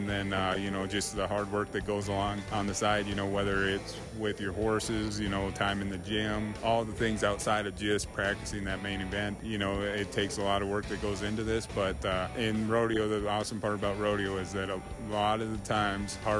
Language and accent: English; Minnesota, United States; And, you know, growing up in Minnesota, it kind of seemed a little far-fetched with not very many guys ever making it from Minnesota at the time we were high school rodeoing and stuff.